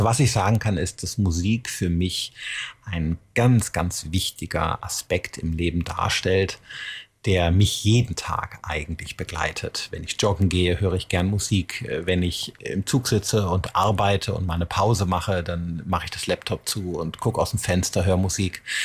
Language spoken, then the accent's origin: German; Rhineland, Germany; Ich komme ja aus dem Rheinland.